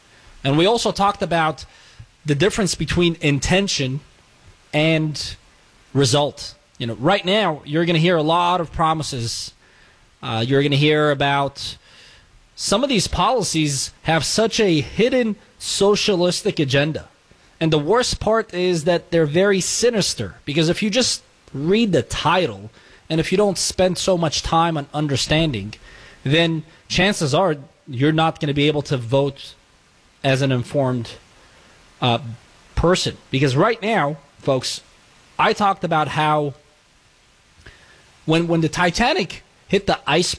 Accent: California, United States; I believe, as a Californian, we hit that ship.

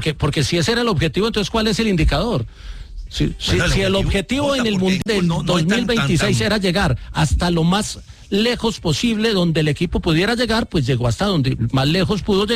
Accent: Colombia

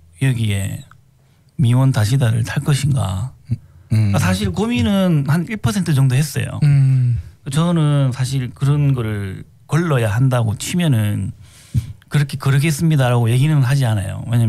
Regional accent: Yangsan, South Gyeongsang, South Korea; 제가 경상남도 양산 시골에서 자란 적이 있었는데

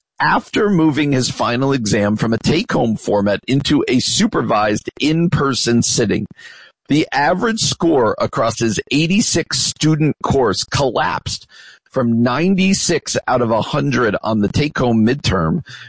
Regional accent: New Jersey, United States; I grew up in New Jersey, so you got the Jersey Shore.

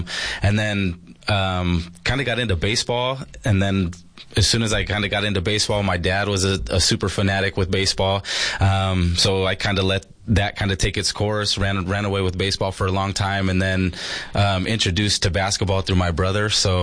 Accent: Yuma, Arizona, United States; Born and raised in Yuma. Yep. Played sports here my whole life, ventured off to college

